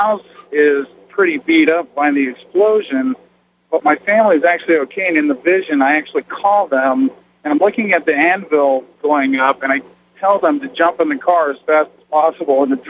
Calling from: Phoenix, Arizona, United States; a truck driver from Phoenix.

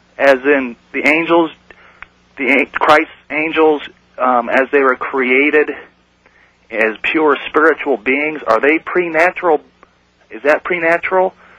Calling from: South Carolina, United States; I'm in South Carolina.

